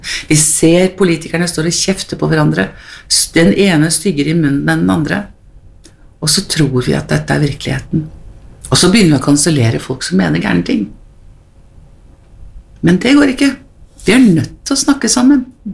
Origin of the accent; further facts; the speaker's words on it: Heggedal, Akershus, Norway; de opplevde jeg som 2-, 3-, 4- og 5-åring foran radioapparatet hjemme på Heggedal. Og alt dette her, det ble en slags felles referanser for oss som vokste opp den gangen.